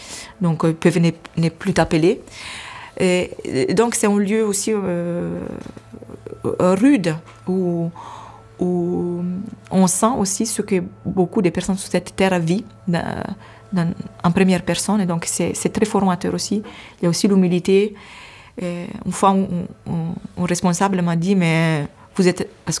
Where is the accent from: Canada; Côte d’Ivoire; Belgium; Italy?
Italy; French is a second language; moved away as an adult; also born or lived in Haiti; now in Paris, France; Je suis italienne et j'ai quitté l'Italie pour entrer dans la vie religieuse en 2008.